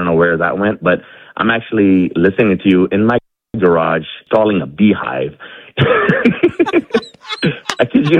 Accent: California, United States; I could have been a Raider or Niner fan here growing up in Northern California.

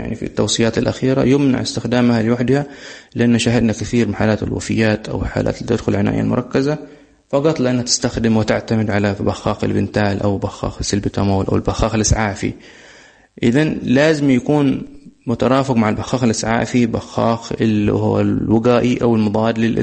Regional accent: Hadhramaut, Yemen; عندنا في حضرموت بحكم من الصحراء أو الجو الجاف في الوادي والرمال والأتربة والبيئة اللي احنا نعيش فيها والزراعية والحيوانية

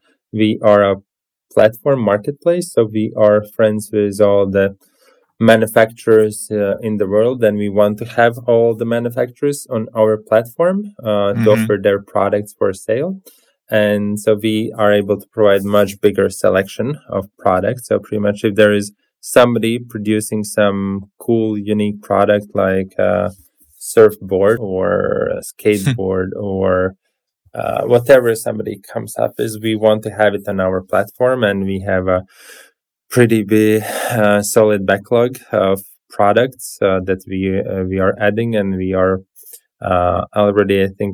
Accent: Latvia; English is a second language; The key connection is that we are both from Latvia.

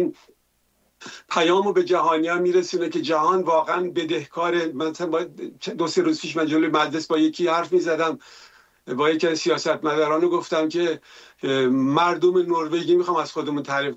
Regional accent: Karaj, Alborz, Iran; من یادم که به اصطلاح حتی شهیدی بودن شهر خودمون کرج

